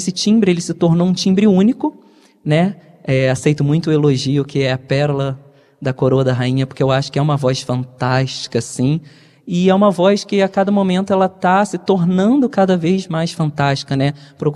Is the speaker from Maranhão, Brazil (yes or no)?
no; Rio de Janeiro, Brazil; eu sou da região do Vale do Café